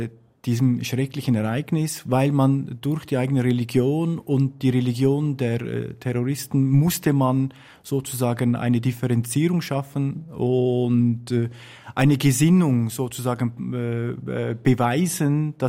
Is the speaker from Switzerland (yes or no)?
yes; Switzerland; weil wir uns als Schweizer verstehen